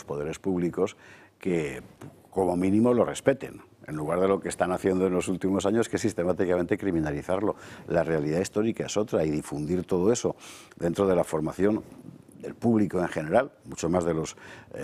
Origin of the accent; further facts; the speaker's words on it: Spain; los españoles nos sintamos un poco más orgullosos de lo que somos, de la cara que tenemos, del apellido que llevamos, de la lengua que hablamos